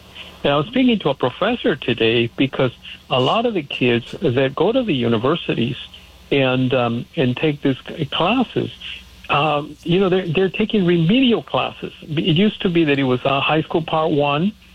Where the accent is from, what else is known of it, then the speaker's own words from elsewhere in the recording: Hawthorne, California, United States; Because I grew up in the South Bay. I grew up in Hawthorne.